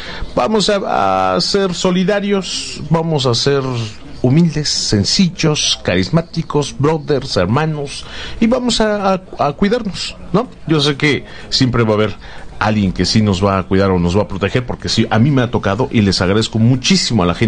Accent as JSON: {"language": "Spanish", "country": "Mexico", "said": "estados de nuestro hermoso país, los Estados Unidos Mexicanos o República Mexicana"}